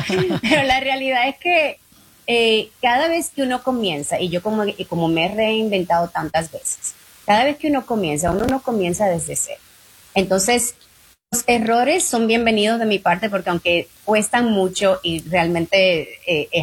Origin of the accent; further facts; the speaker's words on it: Dominican Republic; moved away; yo abría mis conversaciones con cada cliente con que yo soy latina, que vine de República Dominicana y soy mujer y soy ingeniero.